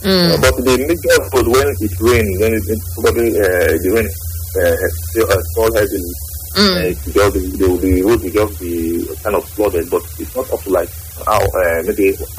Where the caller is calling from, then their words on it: Ekenwa, Nigeria; speaking from Ekenwa.